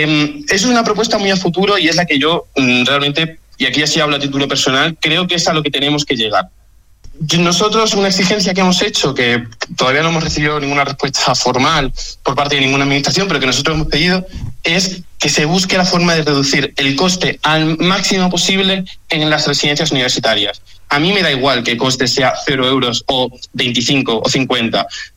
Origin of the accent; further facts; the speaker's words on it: Mérida, Extremadura, Spain; Yo no quiero irme fuera, yo soy de Mérida y soy un meritense muy orgulloso.